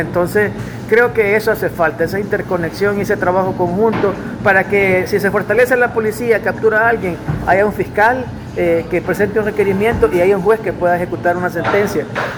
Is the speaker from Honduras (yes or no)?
yes; Honduras; Como hondureño yo quiero que den resultados